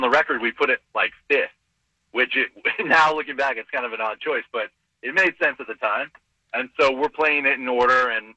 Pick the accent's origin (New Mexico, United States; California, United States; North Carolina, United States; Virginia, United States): Virginia, United States; Richmond; also born or lived in Seattle; myself and John, the lead singer, we're both from Richmond, Virginia.